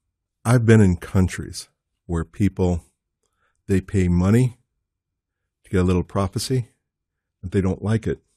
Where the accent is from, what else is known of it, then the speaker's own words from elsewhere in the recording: New Jersey, United States; I mean, I can do it, even though I'm from New Jersey.